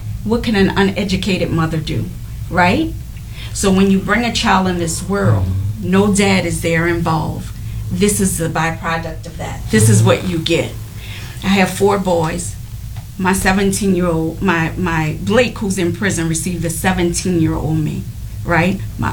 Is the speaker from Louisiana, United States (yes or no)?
yes; New Orleans, Louisiana, United States; We hail from New Orleans, Louisiana. … I do have ties in Chicago. I have family here.